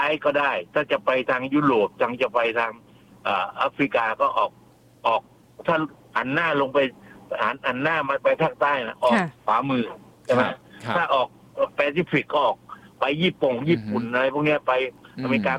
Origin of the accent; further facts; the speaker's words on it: Southern Thailand, Thailand